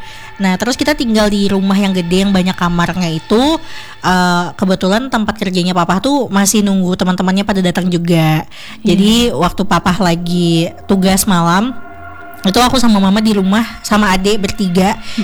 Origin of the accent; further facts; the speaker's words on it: Sampit, Central Kalimantan, Indonesia; born there; also born or lived in Banjarmasin, South Kalimantan; Lama di Sampit. Oh, iya. Aku sekolah SD, SMP, SMA tuh di Sampit. Terus awalnya pindah ke Sampit itu aku seneng kan, karena wih ngerantau nih